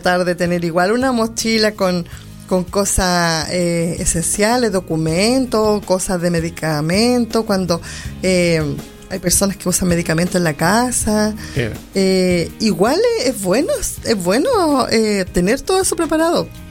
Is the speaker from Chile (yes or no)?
yes; Chile; nosotros somos porfiados los chilenos